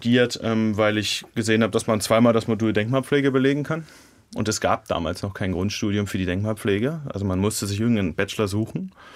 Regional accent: Jena, Thuringia, Germany; Ich bin in Jena-Priesnitz groß geworden.

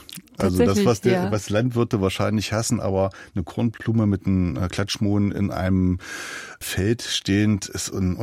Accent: Leinefelde, Thuringia, Germany; Ich bin selber in Leinefelde groß geworden als Kind, habe im Plattenbau gelebt und habe nach der Wende die Innovation des Stadtumbaus erfahren können.

